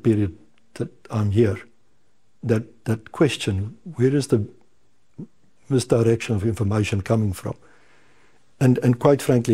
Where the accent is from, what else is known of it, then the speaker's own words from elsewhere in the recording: South Africa; I mean, I'm an Afrikaner from South Africa myself.